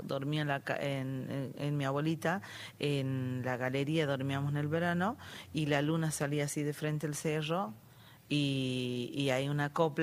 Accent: Angastaco, Salta, Argentina; De San Carlos, de Angastaco, soy yo.

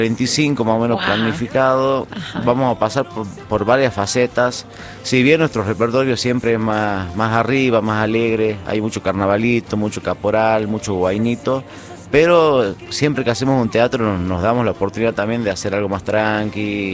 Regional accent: northern Argentina, Argentina; Nosotros del norte

